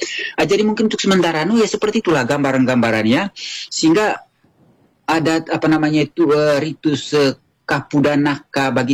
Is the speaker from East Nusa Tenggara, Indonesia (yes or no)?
yes; East Nusa Tenggara, Indonesia